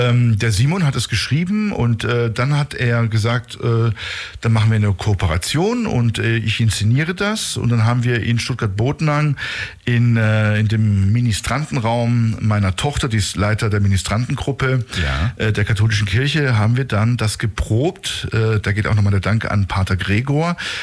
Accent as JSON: {"language": "German", "region": "Campania", "country": "Italy", "accent": "Neapolitan", "said": "Also, dann gibt es aber auch noch Neapolitanisch, also ich spreche auch noch Dialekt, da können wir auch nochmal dazu kommen, wie ich überhaupt sprachlich aufgewachsen bin."}